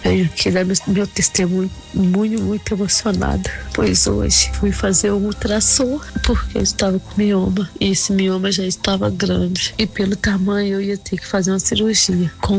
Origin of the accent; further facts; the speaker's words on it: Juiz de Fora, Minas Gerais, Brazil; sou de Juiz de Fora, Minas Gerais.